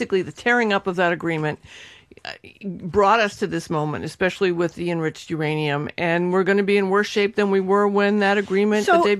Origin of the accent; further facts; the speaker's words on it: Revere, Massachusetts, United States; But then I was reminded of growing up in Revere, and because we were next to the train tracks